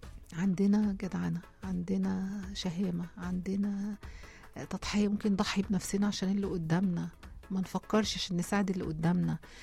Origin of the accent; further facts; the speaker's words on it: Egypt; احنا مصريين مسلمين ومسيحيين